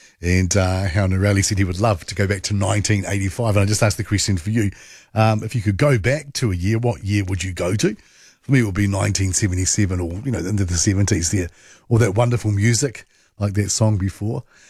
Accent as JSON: {"language": "English", "town": "Masterton", "region": "Wellington", "country": "New Zealand", "tie": "born or raised there", "said": "you took off for hours on your push bike, like I did in Masterton growing up in the Cameron block, fond memories."}